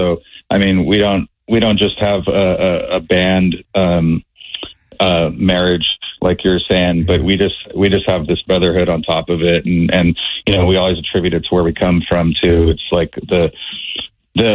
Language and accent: English; Kona, Hawaii, United States; moved away as an adult; also born or lived in San Diego; it's the second place we ever lived, after being born and raised in Kona.